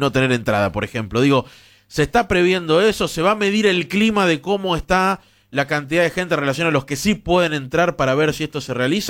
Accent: Argentina; Gonzalo, y además, entendiendo que el argentino es muy pasional, que nos conocés, porque sos argentino, sabés cómo nos movemos en eventos internacionales.

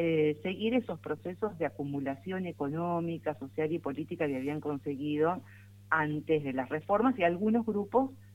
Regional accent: Argentina

